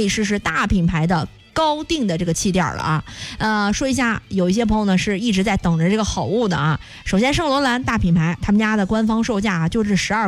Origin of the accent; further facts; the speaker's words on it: Jiaozuo, Henan, China; moved away; 我是回到了我的老家焦作